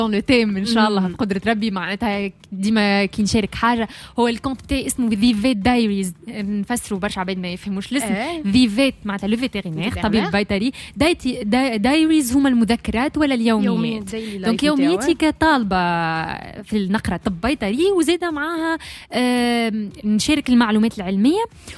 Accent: Tunisia; عندنا في تونس

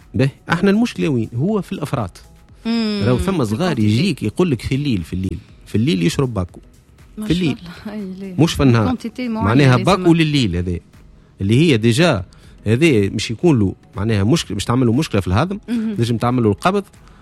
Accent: Sfax, Sfax Governorate, Tunisia; احنا من صفاقس

